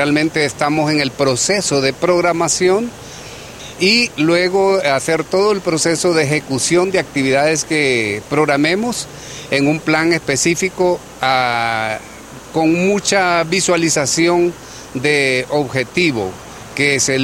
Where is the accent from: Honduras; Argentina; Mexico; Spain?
Honduras; Siguatepeque, Comayagua; todos como hondureños, especialmente de Siguatepeque